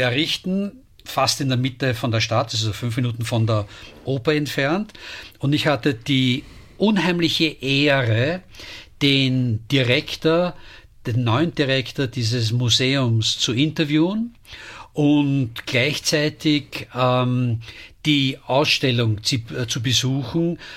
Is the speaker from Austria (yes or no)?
yes; Vienna, Austria; Pass auf, als Wiener kann man bereits Walzer tanzen, wenn man geboren wird.